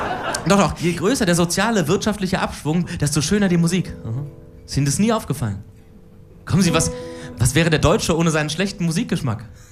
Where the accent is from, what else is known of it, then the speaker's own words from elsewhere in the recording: Cologne, North Rhine-Westphalia, Germany; Aber ich glaube schon, dass ich als Kölner zwar irgendwann in Köln leben werde